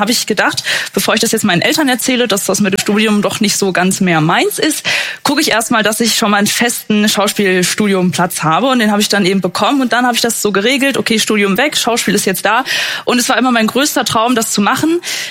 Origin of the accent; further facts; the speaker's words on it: Germany; Aber wenn ich als Deutsche mit sogar Migrationshintergrund sagen möchte, ich möchte mal in Deutschland fahren hinhängen